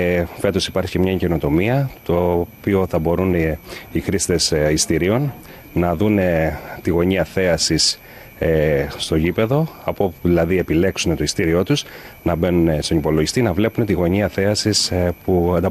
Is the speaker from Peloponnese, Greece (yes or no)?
no; Heraklion, Crete, Greece; το Ηράκλειο, η πόλη μας